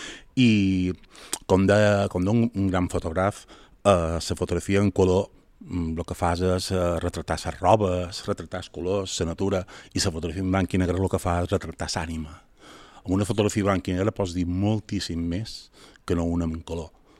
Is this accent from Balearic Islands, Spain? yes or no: yes; Llubí, Balearic Islands, Spain; estava en un grupament d'escolta de Mallorca, jo som mallorquí, som de Llubí, estava en un grupament de Palma